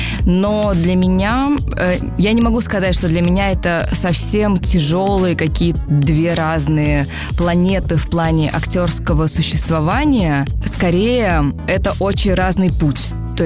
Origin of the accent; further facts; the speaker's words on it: Saratov, Saratov Oblast, Russia; moved away as an adult; also born or lived in Saint Petersburg; Я родилась в Саратове